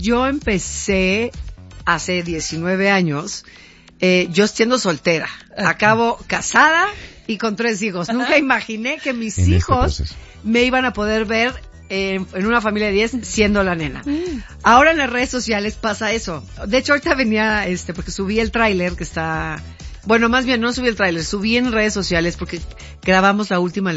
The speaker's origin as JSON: {"language": "Spanish", "country": "Mexico", "said": "Y así somos los mexicanos."}